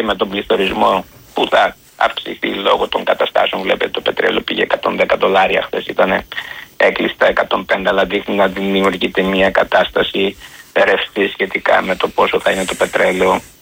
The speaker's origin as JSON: {"language": "Greek", "country": "Greece", "said": "σαν Έλληνας πολίτης"}